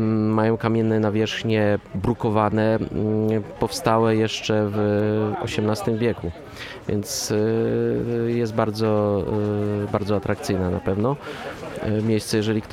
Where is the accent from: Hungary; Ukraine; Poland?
Poland; Góra Kalwaria, Masovian Voivodeship; U nas w Górze Kalwarii jeziorki nie ma, natomiast jest dopływ.